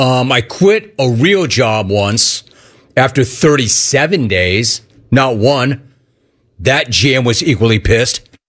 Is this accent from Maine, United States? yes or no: yes; Maine, United States; First, I'm from Maine.